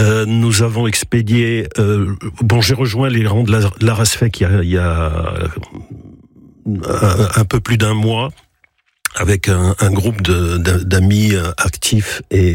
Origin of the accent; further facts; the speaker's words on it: France; born there; Alors, moi, j'y suis né en France. C'est mes parents qui ont rejoint la France en 1945, 6, 7, je ne sais pas exactement quelle année. Ils se sont mariés ici, je suis né en France. Mm-hmm. Donc, je suis français de France.